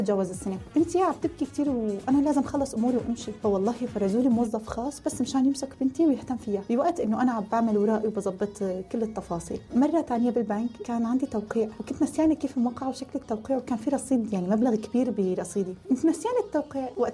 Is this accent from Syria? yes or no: yes; Syria; now in United Arab Emirates; أنا سلال تجربتي شي 7 سنين تاكل، بس نحن كسوريين شعب محبب بالإمارات